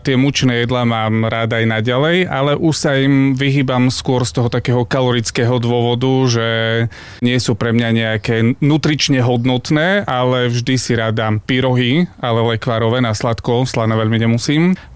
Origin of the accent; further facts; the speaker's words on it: Mokroluh, Prešov Region, Slovakia; Ja som vyrastal v Mokroluhu, to hovorím, že to je najkrajšia dedina v Bardejovskom okrese a je to samozrejme aj pravda.